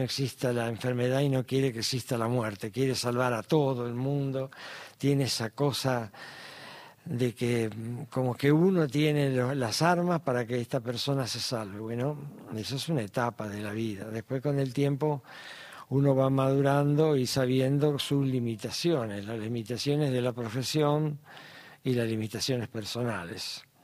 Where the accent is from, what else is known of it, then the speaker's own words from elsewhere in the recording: Santa Fe, Argentina; cosa que no me asustaba porque soy santafesino. Hace el mismo calor y hay los mismos mosquitos que en la ciudad de Santa Fe.